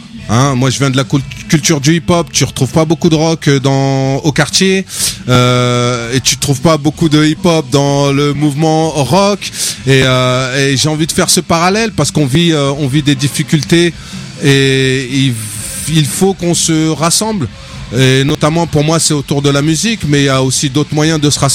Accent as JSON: {"language": "French", "town": "Mantes-la-Jolie", "region": "Île-de-France", "country": "France", "tie": "born or raised there", "said": "Après, moi, je suis originaire de Mantes-la-Jolie, j'ai 45 ans. Donc un sacré passif à Mantes."}